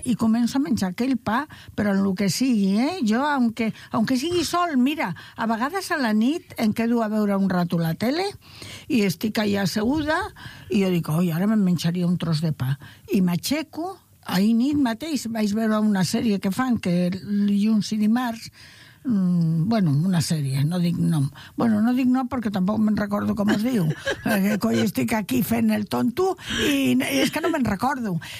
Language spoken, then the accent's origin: Catalan; Madrid, Community of Madrid, Spain; now in Arenys, Spain; Pues hay una madrileña aquí que se pasa, eh, de raya.